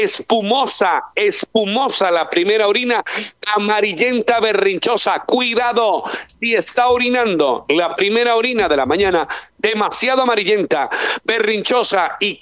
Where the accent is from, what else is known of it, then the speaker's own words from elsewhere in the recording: Ecuador; Gracias, Dios mío, por haber llegado nuevamente a mi patria. Extrañaba demasiado realmente mi comida, mi gente, mis lugares, mis sitios. Hoy, ya desde acá, desde el Ecuador